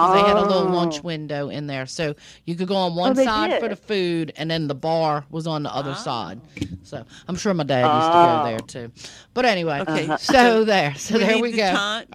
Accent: Lakeview, Louisiana, United States; I grew up in Lakeview.

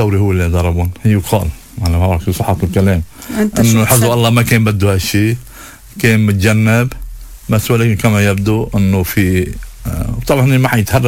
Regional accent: Lebanon; أنا كلبناني

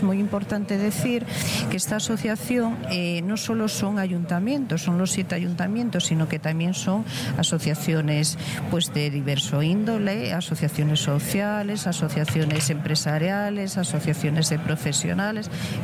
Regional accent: Asturias, Spain; Nosotros somos de Asturias

